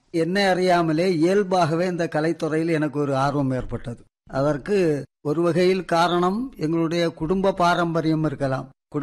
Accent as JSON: {"language": "Tamil", "town": "Agastheeswaram", "region": "Tamil Nadu", "country": "India", "tie": "born or raised there", "said": "அகஸ்தீஸ்வரம் சொந்த ஊர்."}